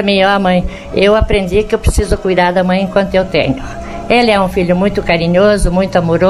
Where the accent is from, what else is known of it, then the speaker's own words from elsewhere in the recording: Bateias de Baixo, Santa Catarina, Brazil; Eu vim de Santa Catarina.